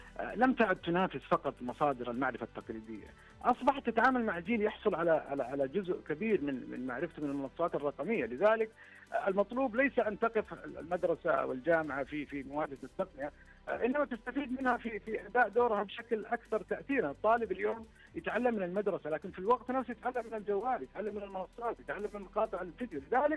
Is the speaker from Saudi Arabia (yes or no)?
yes; Saudi Arabia